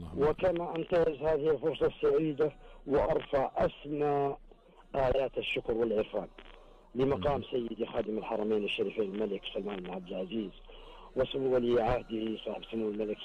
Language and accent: Arabic; Saudi Arabia; نحن كلنا كسعوديين